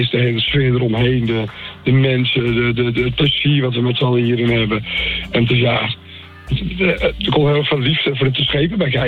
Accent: North Holland, Netherlands; als Hollanders, als West-Friese

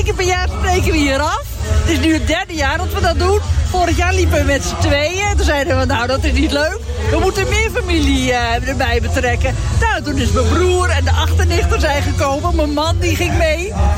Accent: North Holland, Netherlands; Ja, we komen uit Egmond, Warmhuis en Bergen.

